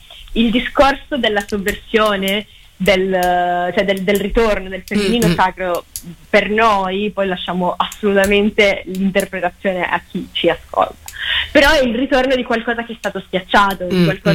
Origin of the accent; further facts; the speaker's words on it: Sardinia, Italy; Tra l'altro io sono sarda, quindi arrivo da una comunità matriarcale